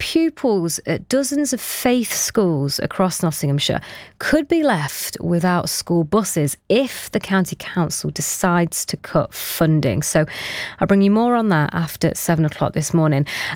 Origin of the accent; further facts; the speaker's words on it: Pakistan; I'm going to get myself down there later on as a Pakistani woman.